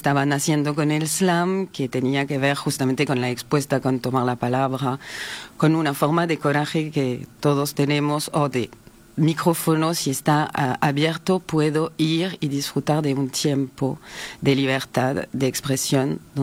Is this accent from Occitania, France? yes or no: no; Paris, Île-de-France, France; born or raised there; Spanish is a second language